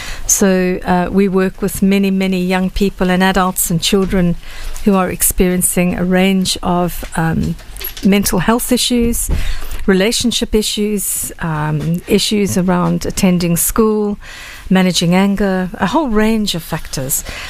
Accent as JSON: {"language": "English", "country": "South Africa", "tie": "born or raised there", "also_born_or_lived": "Luxembourg / Buckinghamshire, England", "moved": "yes", "lives_now": "Essex, United Kingdom", "said": "still I am a South African. I've lived in Essex now since 1998. Before that, we lived in Luxembourg. Before that, we lived in Buckinghamshire in England. Before that, I lived in South Africa for most of my early life."}